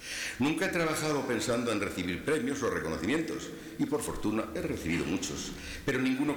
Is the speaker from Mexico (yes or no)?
no; Segovia, Castile and León, Spain